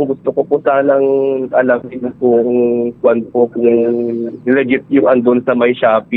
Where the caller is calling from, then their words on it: Angadanan, Cagayan Valley, Philippines; Opo, Angadanan, Isabela.